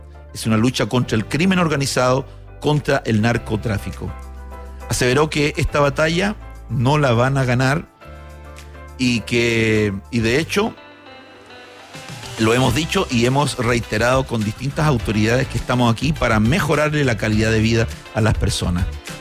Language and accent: Spanish; Chile; soy chileno